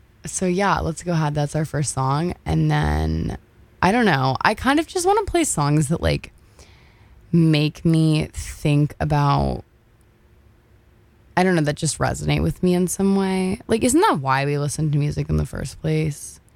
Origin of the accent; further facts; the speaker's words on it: Midwest, United States; I'm not a country girl. I'm from the Midwest, and I guess there are horses. Like, there are kind of a lot of horses around me.